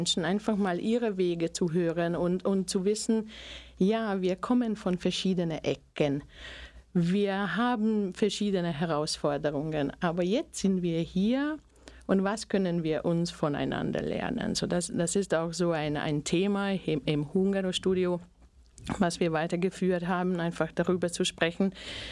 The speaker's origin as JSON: {"language": "German", "country": "Slovakia", "lives_now": "Austria"}